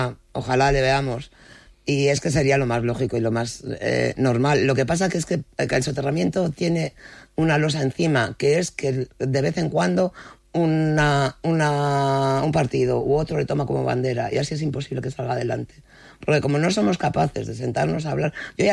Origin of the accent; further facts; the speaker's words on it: Castile and León, Spain; aunque somos castellanos y celebramos Villalar.